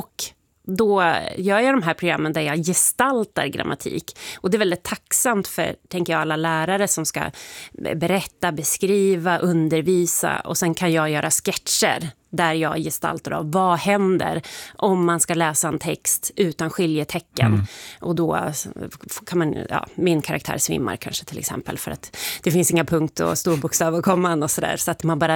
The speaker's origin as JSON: {"language": "Swedish", "town": "Sundsvall", "region": "Västernorrland County", "country": "Sweden", "tie": "born or raised there", "said": "Ja, men jag älskar ju min stad. Alltså, Sundsvall är ju alltid."}